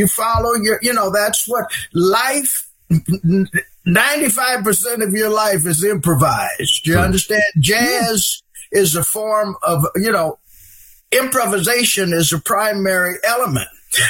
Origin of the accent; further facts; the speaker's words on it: Olean, New York, United States; my hometown, Olean, New York